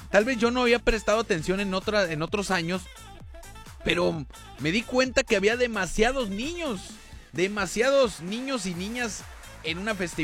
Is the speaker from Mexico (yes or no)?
yes; Mexico; Mexicanos somos, no nomás por haber nacido en esta nación